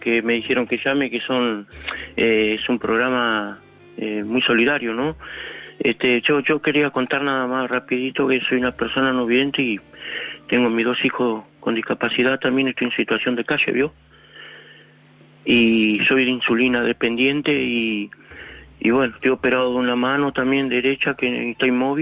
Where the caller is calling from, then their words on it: Tortuguitas, Buenos Aires Province, Argentina; de Tortuguita.